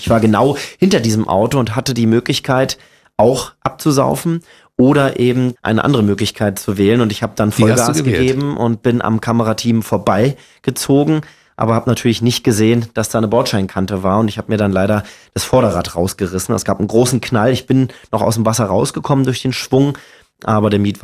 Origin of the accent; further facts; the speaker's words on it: Brandenburg, Germany; Ich bin stolzer Brandenburger, muss ich auch sagen. Ich glaube, wir sind ein ganz angenehmes Völkchen und halten irgendwie zusammen, wenn es brennt.